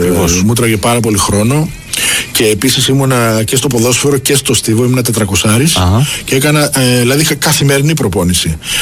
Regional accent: Piraeus, Attica, Greece; Είμαι Πειραιώτης, έχω γεννηθεί εδώ πιο δίπλα, δηλαδή.

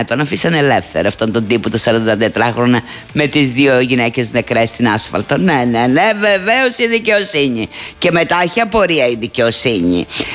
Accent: Greece; now in Rhodes, Greece; Είμαστε Έλληνες πολίτες, δημοσιογράφοι και ζούμε σε μια δημοκρατική χώρα.

